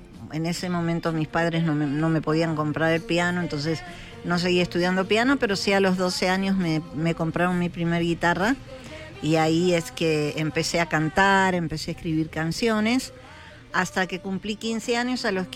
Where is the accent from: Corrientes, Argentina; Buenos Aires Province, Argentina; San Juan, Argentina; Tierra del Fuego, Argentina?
Buenos Aires Province, Argentina; Paso del Rey; Yo crecí en un pueblo en Paso del Rey, que queda más o menos a 30 kilómetros de la ciudad de Buenos Aires.